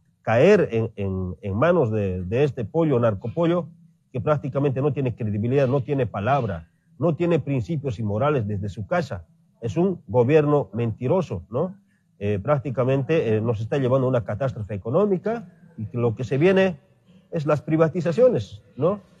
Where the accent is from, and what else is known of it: Bolivia